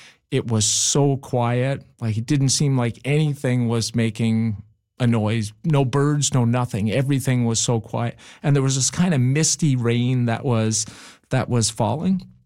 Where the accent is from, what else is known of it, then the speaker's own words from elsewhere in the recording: Newfoundland and Labrador, Canada; at the time knew I was from Newfoundland and had other obligations